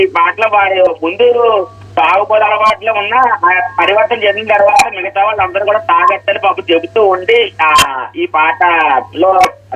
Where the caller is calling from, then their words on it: Peddapuram, Andhra Pradesh, India; పెద్దాపురం నుంచి మాట్లాడుతున్నాను, తూర్పు గోదావరి జిల్లా అండి.